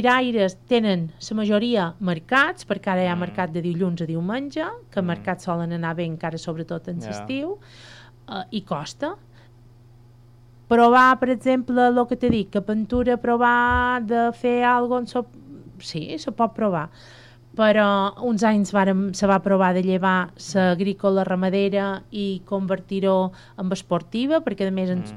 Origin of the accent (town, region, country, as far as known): Artà, Balearic Islands, Spain